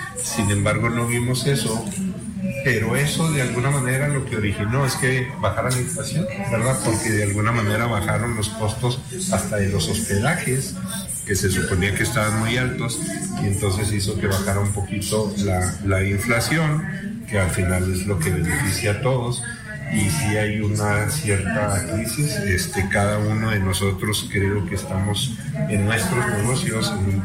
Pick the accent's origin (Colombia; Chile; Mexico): Mexico